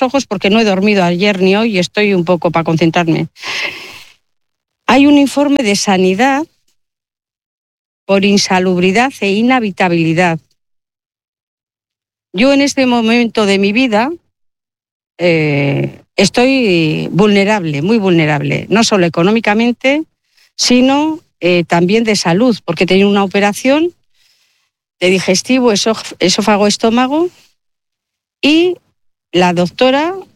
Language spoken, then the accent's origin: Spanish; Bilbao, Basque Country, Spain; Yo soy una mujer de Bilbao, 68 años, tengo un piso en propiedad en Basauri